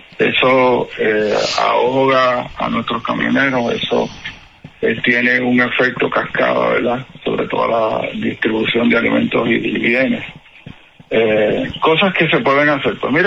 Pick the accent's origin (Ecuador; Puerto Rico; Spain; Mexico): Puerto Rico; Esa es la mala memoria que tenemos como puertorriqueños.